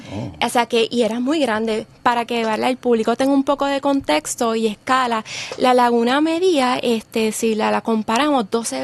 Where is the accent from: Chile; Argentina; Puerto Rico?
Puerto Rico; Bayamón; soy de Bayamón.